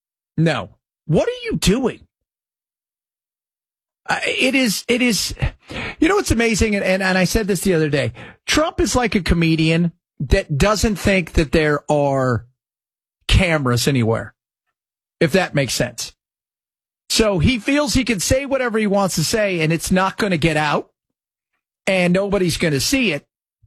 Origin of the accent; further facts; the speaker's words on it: United States; as an American, Nebraska